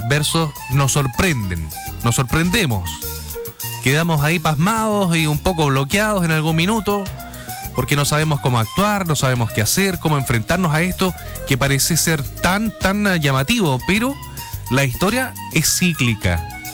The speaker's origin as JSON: {"language": "Spanish", "country": "Chile", "said": "no sé si será porque somos chilenos, tenemos mala memoria"}